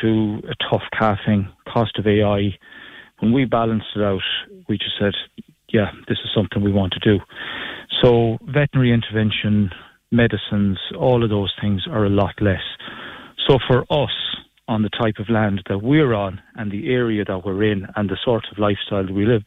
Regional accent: Ireland

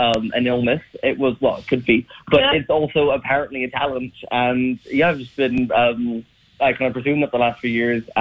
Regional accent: Galway, Connacht, Ireland; I'm originally from Galway. My dad's from Banasloe and my mum from Renmore, but I've kind of travelled around a bit, which is why the accent's a bit ambiguous.

